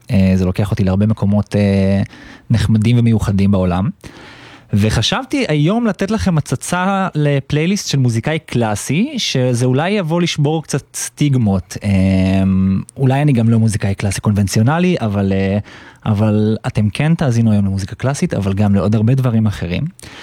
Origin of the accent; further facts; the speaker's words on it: Hulata, Northern District, Israel; אני במקור פה מקיבוץ חולתה. אני לא חייתי פה במשך, לדעתי, מעל עשור. אני הסתובבתי לי בארץ ובעולם.